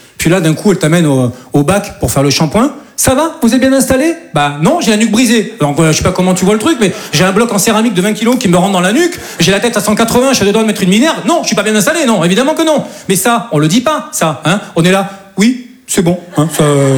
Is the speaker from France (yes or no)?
yes; south of France, France; now in Paris, France; Je dis ça parce que moi, je viens du sud de la France. Et chez nous, c'est un peu plus tranquille, quoi.